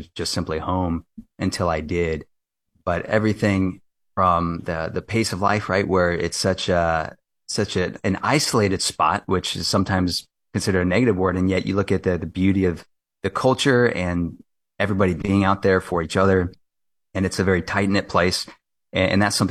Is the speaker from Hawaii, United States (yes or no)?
yes; Kailua, Hawaii, United States; moved away as an adult; also born or lived in West Coast; now in Washington, D.C., United States; Yeah, so I grew up on the windward side of Oahu in Kailua. So various places all over Kailua itself, but Olomana, Aikahi, but I spent the first roughly about 26 years of my life. Now, I was actually born on the West Coast